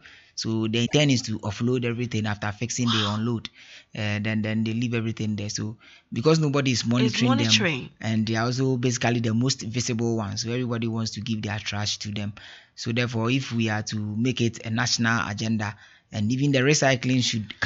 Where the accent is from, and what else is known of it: Ghana